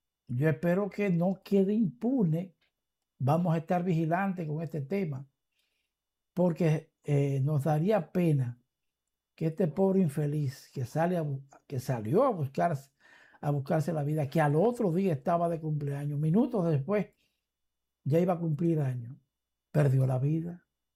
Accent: Dominican Republic

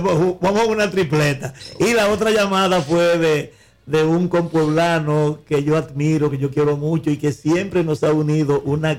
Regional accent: Imbert, Puerto Plata, Dominican Republic; now in Villa Isabela, Dominican Republic; No, yo soy de Inver.

